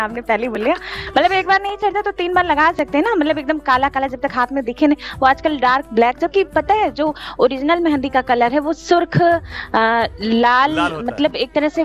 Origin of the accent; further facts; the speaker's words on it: Uttar Pradesh, India; चूंकि मैं उत्तर प्रदेश से बिलोंग करती हूँ तो हमारे यहाँ का ये लोक पारंपरिक त्यौहार है।